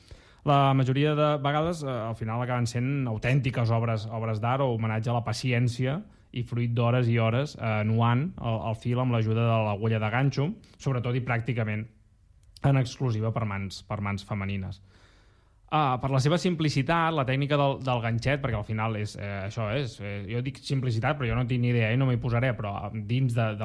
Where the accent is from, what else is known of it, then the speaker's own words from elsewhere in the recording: Catalonia, Spain; com que som catalans